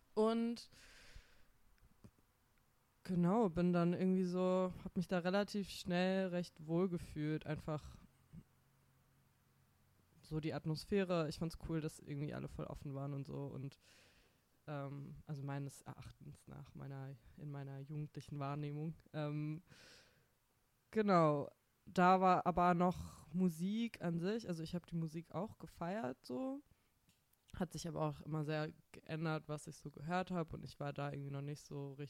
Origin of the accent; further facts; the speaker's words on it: Düsseldorf, North Rhine-Westphalia, Germany; Okay, also so meine ersten Berührungspunkte mit elektronischer Subkultur waren in Düsseldorf, wo ich aufgewachsen bin.